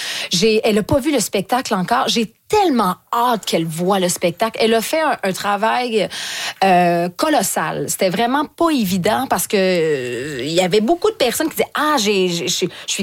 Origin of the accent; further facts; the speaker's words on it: Quebec, Canada; accent: strong Québécois; Mais j'ai un fort accent québécois